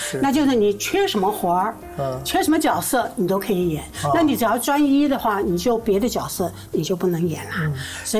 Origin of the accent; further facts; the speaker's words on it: Taiwan; 我是台湾土生土长的，有很多人呢、很多观众朋友啊，都以为我是大陆过来的，其实因为听我这个口音吧